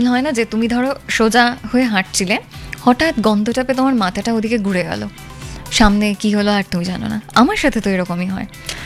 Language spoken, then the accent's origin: Bangla; Kolkata, West Bengal, India; উত্তর কলকাতাতে বড় হয়েছি